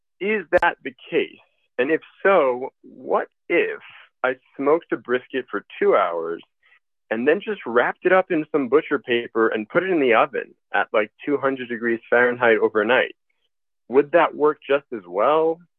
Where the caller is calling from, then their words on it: Paramus, New Jersey, United States; Paramus, New Jersey.